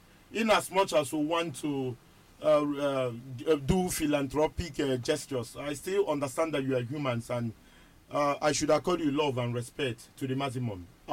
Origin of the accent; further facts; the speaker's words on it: Nigeria; I am a Nigerian.